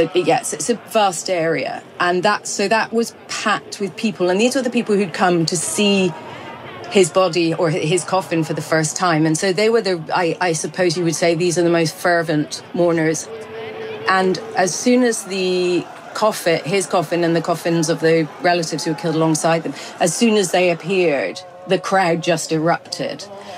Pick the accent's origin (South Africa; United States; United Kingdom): United Kingdom; I suppose I'm not, being British